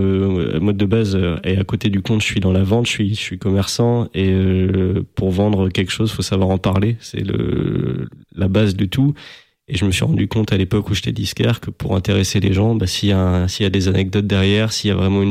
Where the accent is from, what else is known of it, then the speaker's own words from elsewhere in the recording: Amiens, Hauts-de-France, France; born there; j'ai 26 ans, je suis picard de naissance, amiennois.